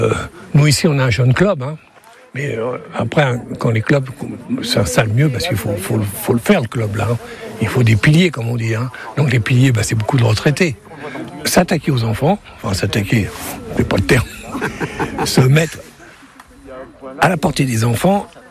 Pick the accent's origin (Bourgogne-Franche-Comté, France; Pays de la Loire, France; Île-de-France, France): Île-de-France, France; Paris; moved away as an adult; also born or lived in Toulouse; J'étais parisien, mais après, je suis parti 10 ans à Toulouse